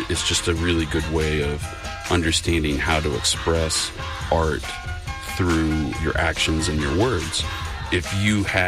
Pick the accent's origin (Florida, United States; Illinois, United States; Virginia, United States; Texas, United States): Texas, United States; Bel Air; from Bel Air, and you're listening to Houston Matters with Craig Cohen.